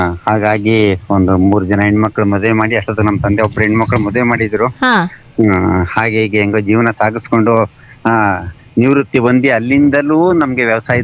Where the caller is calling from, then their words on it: Mandya, Karnataka, India; ಮಂಡ್ಯದಿಂದ